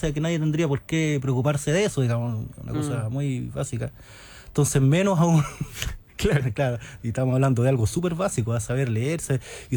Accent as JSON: {"language": "Spanish", "country": "Chile", "said": "nos acordamos de que somos chilenos"}